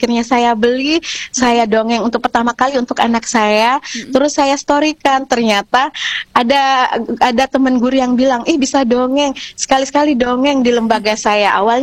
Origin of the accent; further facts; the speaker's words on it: Makassar, South Sulawesi, Indonesia; moved away as an adult; now in Lamongan, Indonesia; dulu saya tuh ngajarnya di Makassar. Saya ini kan asli Makassar, cuman dapat suami di Lamongan. Suami saya Pak Kades Besur.